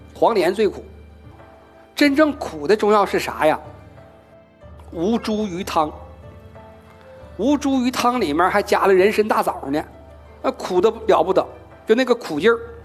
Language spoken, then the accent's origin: Chinese; China; 我们中国人